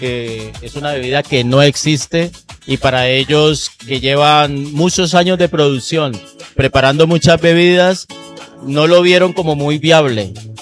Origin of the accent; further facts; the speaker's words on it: Colombia; moved away as an adult; now in Tarragona, Spain; Bueno, venimos desde Tarragona. Somos colombianos, llevamos 25 años aquí en España